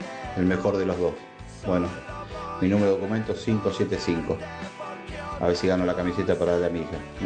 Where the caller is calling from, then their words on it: Rosario, Santa Fe, Argentina; de Rosario.